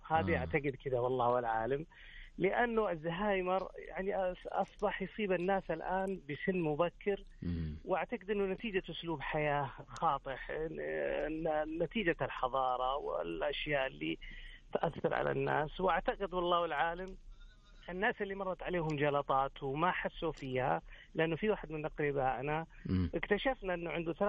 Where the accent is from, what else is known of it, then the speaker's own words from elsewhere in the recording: Medina, Medina Province, Saudi Arabia; من المدينة المنورة.